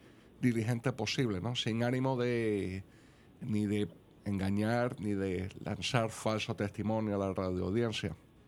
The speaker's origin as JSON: {"language": "Spanish", "town": "Madrid", "region": "Community of Madrid", "country": "Spain", "tie": "born or raised there", "also_born_or_lived": "Puerto Rico", "moved": "yes", "said": "yo, aunque nací en Puerto Rico, me crié en Madrid, en España"}